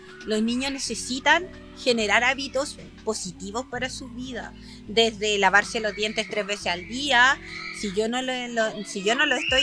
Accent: Chile; Claro. Hay que ser chileno para que se entienda.

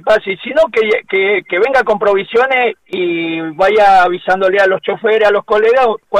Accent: Mendoza, Argentina; yo soy oriundo de Mendoza

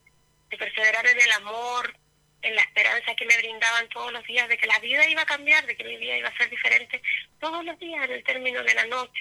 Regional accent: Ancud, Los Lagos, Chile; soy de Ancud, tengo 50 años

